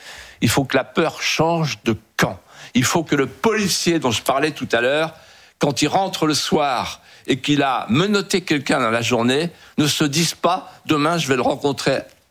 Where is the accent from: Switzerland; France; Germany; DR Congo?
France; Je suis français, j'ai envie de rester français